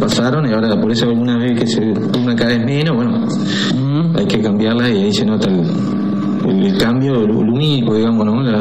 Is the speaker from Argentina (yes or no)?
no; Río Negro, Uruguay; todos somos ciudadanos de Río Negro y todos tenemos que tener la igualdad esa, ¿no? No porque yo vivo en Fredento